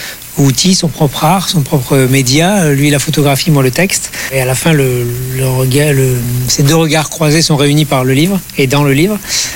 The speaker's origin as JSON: {"language": "French", "region": "Nouvelle-Aquitaine", "country": "France", "lives_now": "Bordeaux, France", "said": "Alors, je suis originaire de Dordogne, donc pour moi c'est quand même la grande ville la plus proche, celle où on monte pour étudier et où on peut trouver un emploi."}